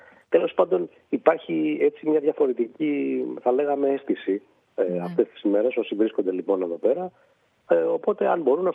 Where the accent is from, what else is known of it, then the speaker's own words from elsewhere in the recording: Greece; ως κράτος, ως Έλληνες